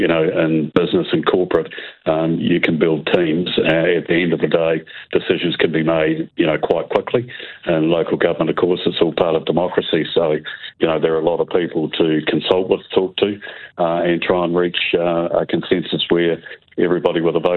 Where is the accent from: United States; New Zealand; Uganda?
New Zealand; Westport, West Coast; moved away as an adult; also born or lived in Christchurch; it's my hometown, so this is where I was born. I didn't leave Westport until I was in my 30s, even though I was coming back on a regular basis then. It's not quite the same as living here. I was living in Christchurch for 32 years.